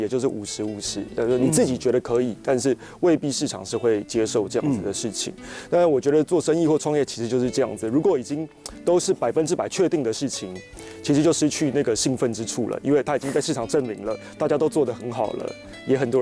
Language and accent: Chinese; Taiwan; 我们台湾人就是做什么都在吃啊